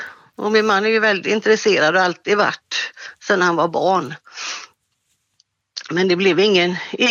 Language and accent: Swedish; Gothenburg, Västra Götaland County, Sweden; born there; moved away; Jag är själv född i Göteborg